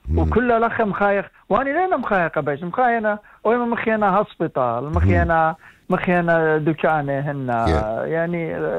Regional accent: Iraq; انا من العراق

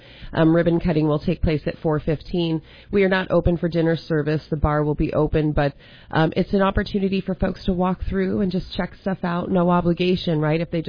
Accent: Washington, United States; now in Wisconsin, United States; I'm from Washington, not Wisconsin

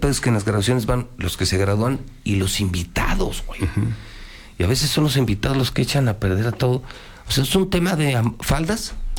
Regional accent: Aguascalientes, Mexico; yo soy de Aguascalientes

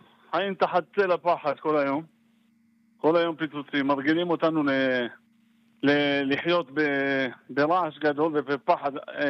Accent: Avivim, Northern District, Israel; אני בן 55. אני פה 55 שנה, נולדתי פה באביבים.

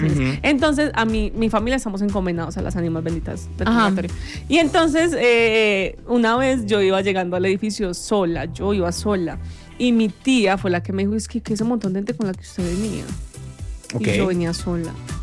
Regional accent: Yarumal, Antioquia, Colombia; Yo lo conozco en Yarumal, Antioquia, que es mi pueblo.

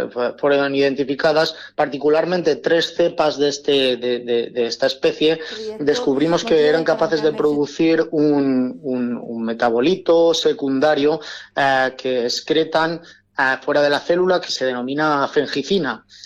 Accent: Tinajas, Castilla-La Mancha, Spain; moved away; yo soy de la Alcarria Conquense.

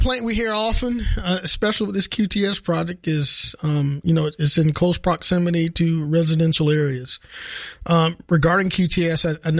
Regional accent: Augusta, Georgia, United States; I grew up in East Augusta. I recall where I grew up, all you would see were chemical smokestacks.

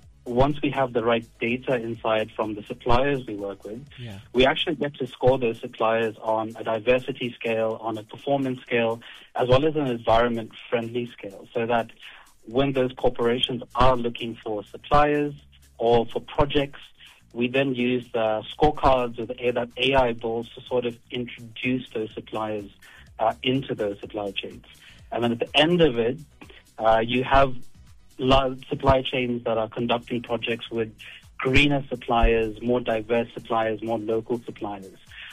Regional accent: South Africa; moved away as an adult; also born or lived in Australia; I have to come back here and I have to contribute towards my home country.

